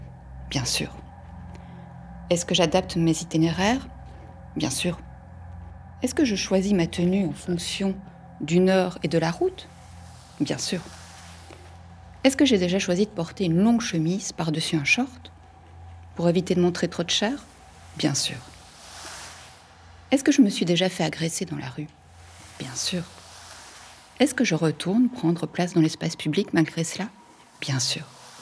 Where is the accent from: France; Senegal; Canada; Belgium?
Belgium; Brussels; J'ai grandi à Bruxelles. Je me déplace en transport en commun.